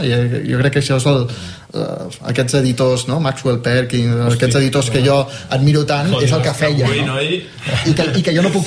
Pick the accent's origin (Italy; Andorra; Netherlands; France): Andorra; he fet aquí a Andorra, perquè jo sóc d'Andorra